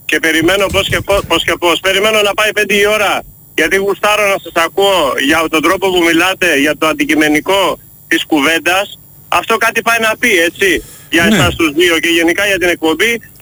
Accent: Greece; κονομάνε δισεκατομμύρια το χρόνο στη χώρα μου, στην πατρίδα μου, από την τσέπη τη δικιά μου και όλων μας.

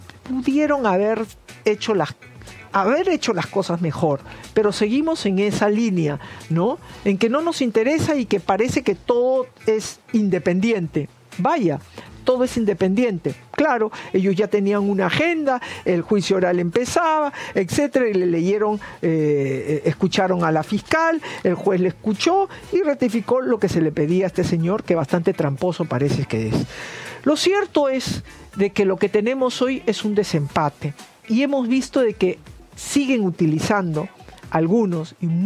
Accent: Peru

